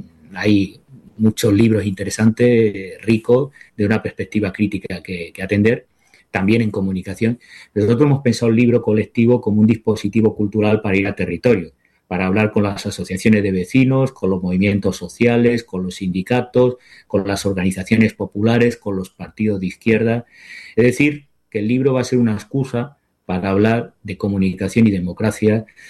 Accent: Spain

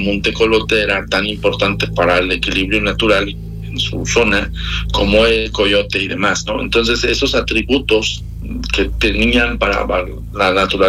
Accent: Mexico

